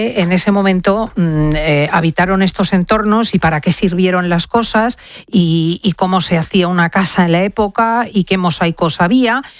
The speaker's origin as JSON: {"language": "Spanish", "country": "Spain", "said": "como los españoles sabemos"}